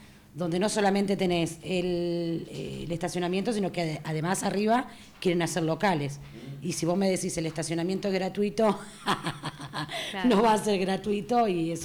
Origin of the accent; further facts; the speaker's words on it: Buenos Aires, Argentina; Los que somos de Palermo